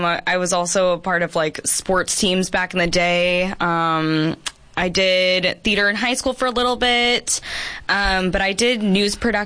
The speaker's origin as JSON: {"language": "English", "town": "Carlsbad", "region": "California", "country": "United States", "tie": "born or raised there", "moved": "as an adult", "lives_now": "Yuma, United States", "said": "So I'm from San Diego. I'm born and raised in Carlsbad"}